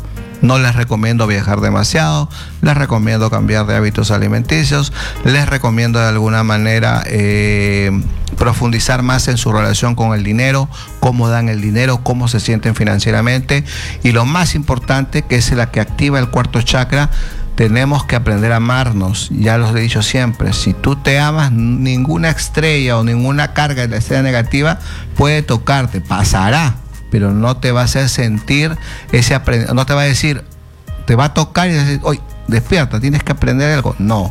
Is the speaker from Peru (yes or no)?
yes; Peru